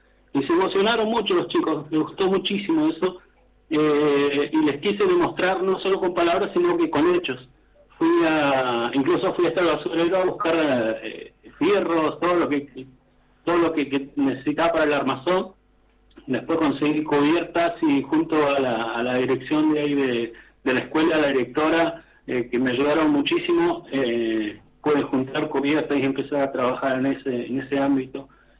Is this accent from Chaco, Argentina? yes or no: no; Zapala, Neuquén, Argentina; yo creo que tendría que dar lo mejor de mí para poder representar a mi pueblo acá, a Zapala.